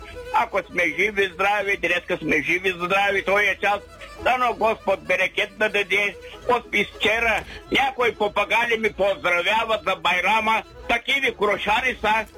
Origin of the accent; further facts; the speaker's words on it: Dulovo, Silistra Province, Bulgaria; от Дулово.